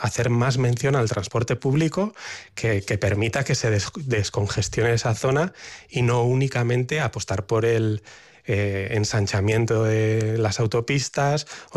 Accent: San Sebastián, Basque Country, Spain; now in Madrid, Spain; soy de Donosti.

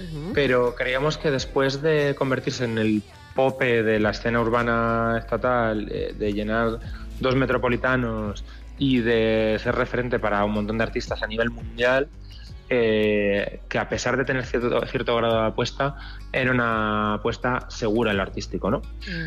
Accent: Valencia, Valencian Community, Spain; born there; Yo nací en Valencia.

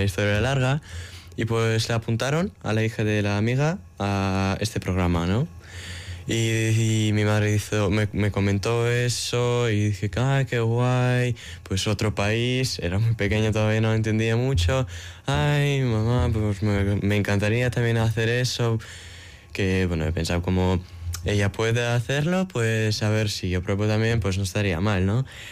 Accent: Kyiv Oblast, Ukraine; hemos ido de mi pueblo a Boryspil, que es otra ciudad que está cerca.

